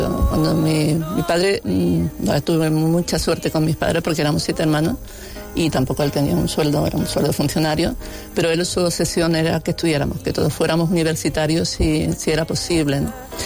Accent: Algeciras, Andalusia, Spain; now in Málaga, Spain; Mi hermano mayor, que era DJ en una discoteca en Algeciras, que yo nací en Algeciras.

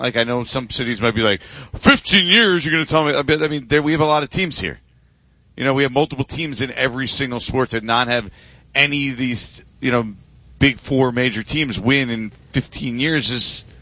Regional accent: New Jersey, United States; But I grew up in New Jersey.

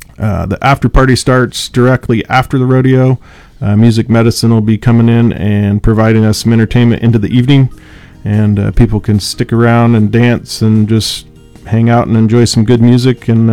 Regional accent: Helix, Oregon, United States; Both Cody and I grew up in Helix, went to school 13 years, K through 12 out there.

